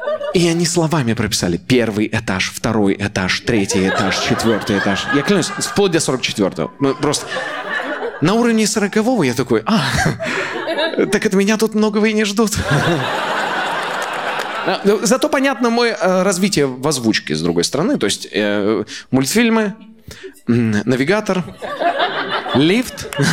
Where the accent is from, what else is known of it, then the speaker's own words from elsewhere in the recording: Kazakhstan; я сам из Казахстана